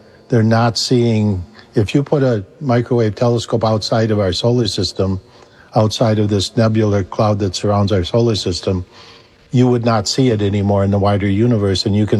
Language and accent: English; Ireland; And I'm personally a Christian. I'm Irish, you know, grew up a Catholic.